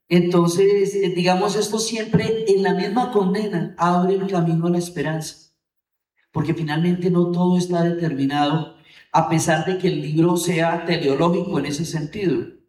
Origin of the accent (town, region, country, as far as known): Colombia